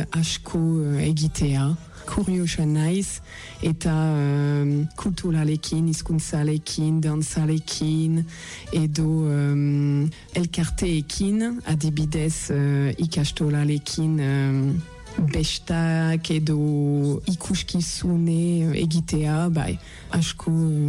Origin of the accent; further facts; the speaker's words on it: northern France, France; Basque is a second language; moved away as an adult; now in Bayonne, France; baionan bizi naiz, baina Frantzia iparaldekoa naiz, eta duela amar urte baionara eldu nintzen.